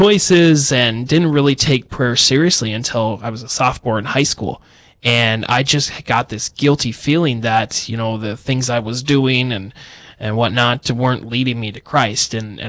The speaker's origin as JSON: {"language": "English", "town": "Fargo", "region": "North Dakota", "country": "United States", "tie": "born or raised there", "also_born_or_lived": "Iowa", "moved": "as an adult", "said": "Born and raised in Fargo, graduate of Shanley High School"}